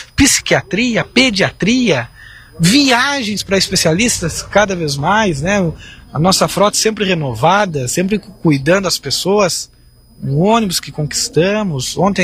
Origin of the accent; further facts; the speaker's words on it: Fontoura Xavier, Rio Grande do Sul, Brazil; born there; also born or lived in Guaporé; Eu tenho uma dor no meu coração que eu não nasci em Fontoura, Pascoal. Só que eu nasci em Guaporé, né?